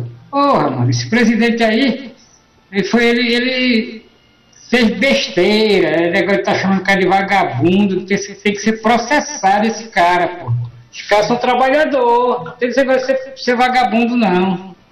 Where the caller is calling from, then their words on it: Pará, Brazil; bairro de Fátima. Estou aqui no trabalho, no condomínio